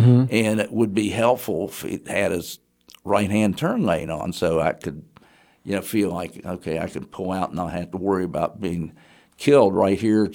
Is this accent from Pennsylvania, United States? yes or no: no; Huntington, West Virginia, United States; because, of course, I grew up in the Huntington area.